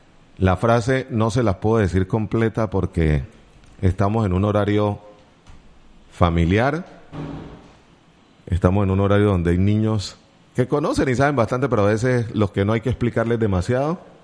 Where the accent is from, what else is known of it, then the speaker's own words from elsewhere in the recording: Pacific region, Colombia; born there; de los que nacimos en el Pacífico, de los que vivimos aquí